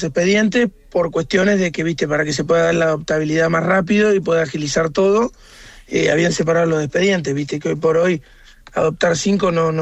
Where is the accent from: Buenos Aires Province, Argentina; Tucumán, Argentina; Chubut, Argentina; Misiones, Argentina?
Buenos Aires Province, Argentina; Henderson; Somos de Henderson, provincia de Buenos Aires.